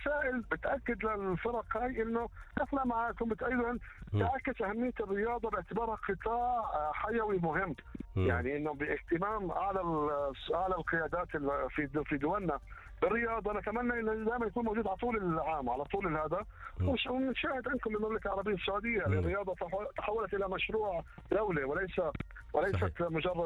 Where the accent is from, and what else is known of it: Jordan